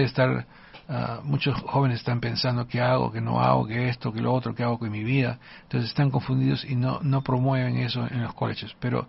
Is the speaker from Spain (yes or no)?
no; Peru; moved away as an adult; Por ejemplo, yo vine del Perú ya con una licencia, con un título profesional, ¿okay?